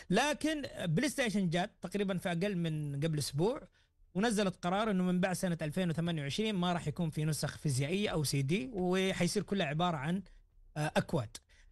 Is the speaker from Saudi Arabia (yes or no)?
yes; Saudi Arabia; عندنا في السعودية